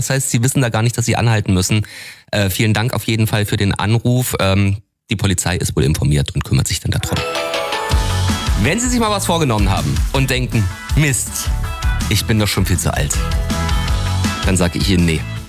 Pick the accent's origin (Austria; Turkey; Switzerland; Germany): Germany; Benshausen, Thuringia; in meiner Heimat zwischen Benshausen und Fürnau, dort wo gebaut wird, da stehen Baustellenampeln.